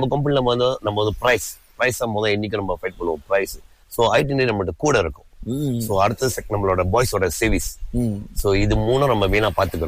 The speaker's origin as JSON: {"language": "Tamil", "town": "Pangkor", "region": "Perak", "country": "Malaysia", "tie": "born or raised there", "said": "ஆமா, நான் பிறந்தது வளர்ந்ததெல்லாம் ஃபுல்லா பங்கோர் தான்."}